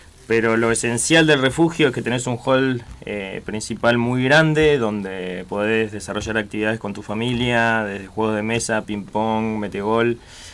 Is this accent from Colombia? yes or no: no; El Bolsón, Río Negro, Argentina; born there; nos criamos ahí